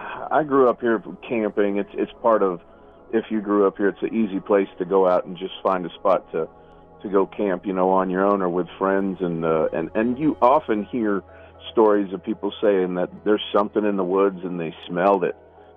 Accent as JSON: {"language": "English", "region": "Florida", "country": "United States", "tie": "born or raised there", "said": "I'm from Southwest Florida and lived here my whole life. My family's from here."}